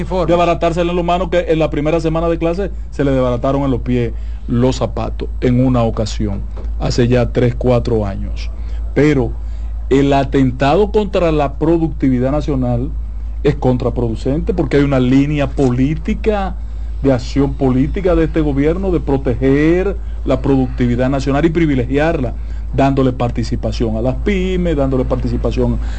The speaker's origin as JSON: {"language": "Spanish", "town": "Santiago de los Caballeros", "region": "Santiago", "country": "Dominican Republic", "said": "yo soy un aldeano de Santiago"}